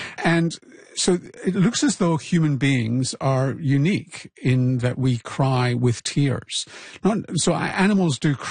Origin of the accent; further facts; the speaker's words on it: Scotland, United Kingdom; that's, you know, because I grew up in Scotland. Having a good greet means you're having a good cry.